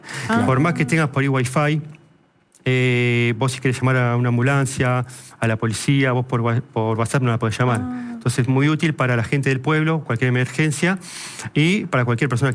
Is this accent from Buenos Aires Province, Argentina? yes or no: yes; Quilmes, Buenos Aires Province, Argentina; Yo soy de Quilmes, sí. Imagínate, de una ciudad de 600.000 habitantes